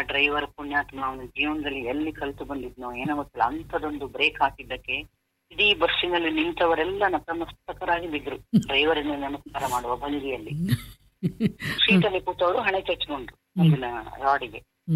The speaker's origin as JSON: {"language": "Kannada", "area": "Uttara Kannada district", "region": "Karnataka", "country": "India", "moved": "as an adult", "lives_now": "Mangalore, India", "said": "ಪಕ್ಕದ ಉತ್ತರ ಕನ್ನಡ ಜಿಲ್ಲೆ, ನಮ್ದು ಅದೊಂಥರ ಮಂದಗಾಮಿ ಅಂತ ಹೇಳ್ತೇನೆ ನಾನು ನಮ್ಮ ಉತ್ತರ ಕನ್ನಡ ಜಿಲ್ಲೆಗೆ."}